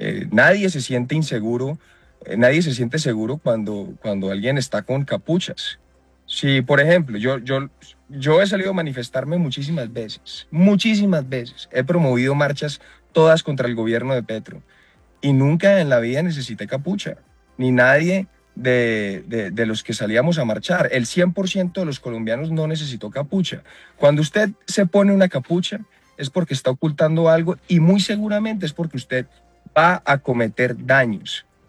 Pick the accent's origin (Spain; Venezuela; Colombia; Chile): Colombia; Cali, Valle del Cauca; yo soy de Cali